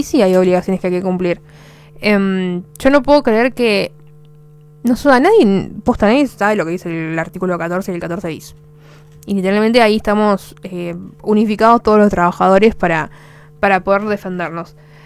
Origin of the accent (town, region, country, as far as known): Argentina